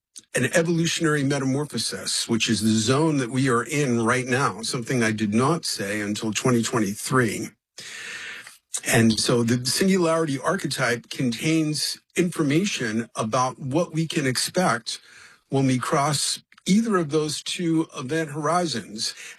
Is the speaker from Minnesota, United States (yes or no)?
no; New York City, New York, United States; And then when I grew up in the Bronx, I grew up listening to the Long John Neville show